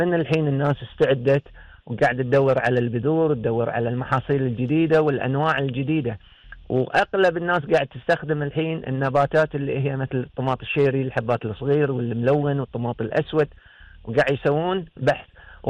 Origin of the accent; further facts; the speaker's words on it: Kuwait; السوق المحلي عندنا في الكويت.